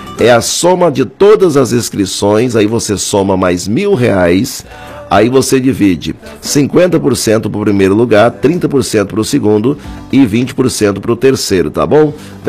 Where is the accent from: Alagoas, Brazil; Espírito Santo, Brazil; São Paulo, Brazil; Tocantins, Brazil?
Tocantins, Brazil; Paraíso do Tocantins; lá na cidade de Paraíso do Tocantins, minha cidade natal, Paraíso